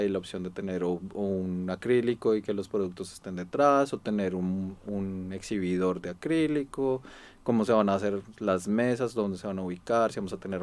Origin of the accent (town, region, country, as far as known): Colombia; now in Australia